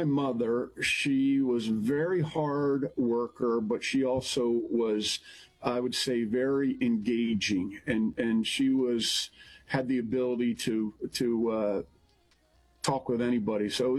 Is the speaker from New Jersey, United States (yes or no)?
no; Ithaca, New York, United States; I was born in Ithaca, New York. I am one of six. I'm a twin, but still the youngest of all.